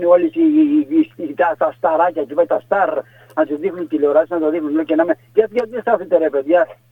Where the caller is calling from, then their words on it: Zakynthos, Ionian Islands, Greece; είμαστε Ζακυνθινή βρε.